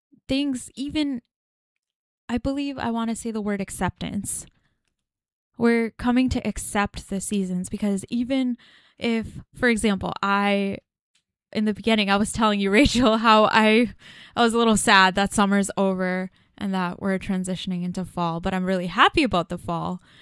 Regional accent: Massachusetts, United States; I'm from Massachusetts.

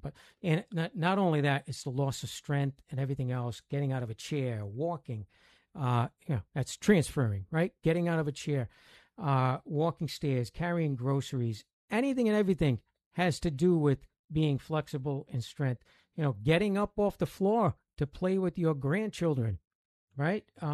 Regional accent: Rhode Island, United States; accent: Rhode Island; Most of the time people just make fun of me because of my Rhode Island accent.

